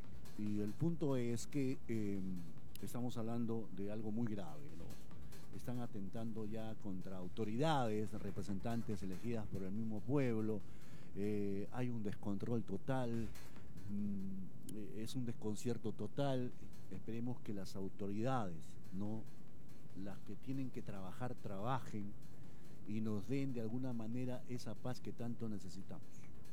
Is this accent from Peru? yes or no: yes; Piura, Peru; Me siento triste como piurano